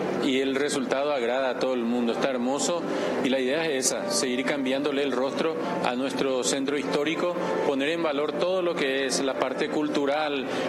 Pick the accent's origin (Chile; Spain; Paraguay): Paraguay; Nuestra identidad como paraguayo está ahí